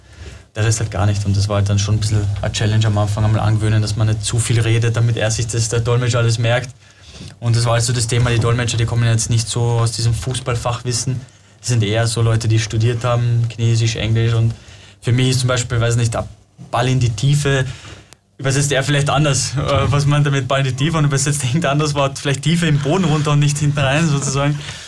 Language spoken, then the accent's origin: German; Kosovo; moved away; also ich spreche jetzt, sagen wir so fließend Albanisch, komme aus dem Kosovo, ja. Deutsch und Englisch. Das ist einmal fließend.